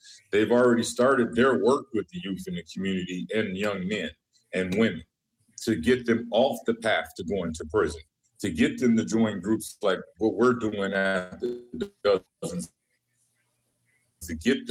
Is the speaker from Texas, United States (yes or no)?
no; Minneapolis, Minnesota, United States; born there; also born or lived in Indiana; I was born in Indiana, and I know this when I was about 2 years old. I came here in the back of a U-Haul, and when we woke up, we came out the truck. We were in Minneapolis.